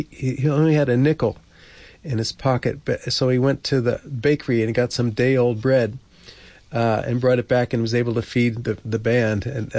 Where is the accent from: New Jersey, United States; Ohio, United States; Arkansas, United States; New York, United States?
New Jersey, United States; Colonia; also born or lived in Newark; Anyway, born in Newark. I grew up in Colonia, New Jersey, which is Woodbridge Township in kind of central Jersey, in Middlesex County.